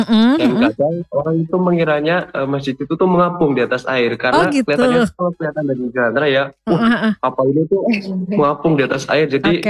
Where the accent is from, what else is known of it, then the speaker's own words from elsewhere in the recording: Wanareja, Central Java, Indonesia; Saya berasal dari Kecamatan Wanerja di Cilacap Barat.